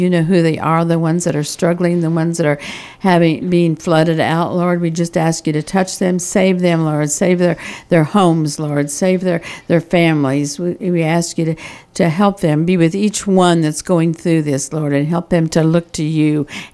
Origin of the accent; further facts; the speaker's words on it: Indiana, United States; I come from Indiana.